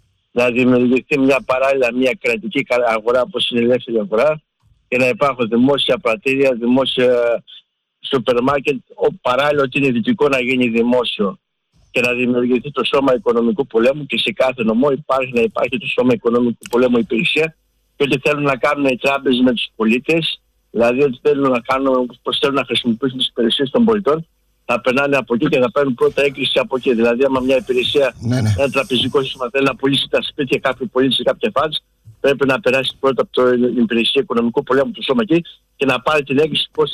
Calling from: Germany; είμαι ένας απόγεννης από τη Γερμανία

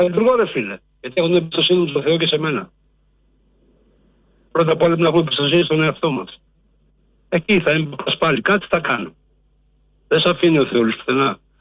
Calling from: Greece; δεν τρέπομαι ρε φίλε που είμαι Έλληνας. Πραγματικά δεν τρέπομαι που είμαι Έλληνας.

